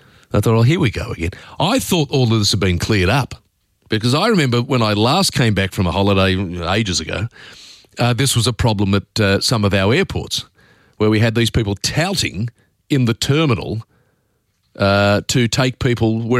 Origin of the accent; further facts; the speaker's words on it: Australia; I mean, I'm an Australian and I've been around a bit.